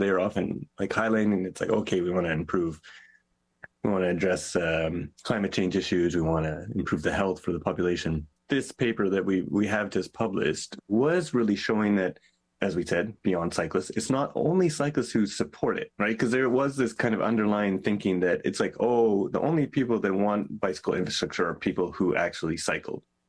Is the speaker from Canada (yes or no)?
yes; Saskatoon, Saskatchewan, Canada; places like my hometown, Saskatoon, Saskatchewan, right?